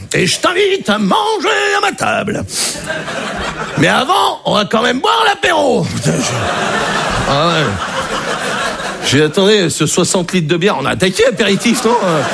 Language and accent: French; Brittany, France; Je suis breton. Moi, j'ai été accepté en Bretagne.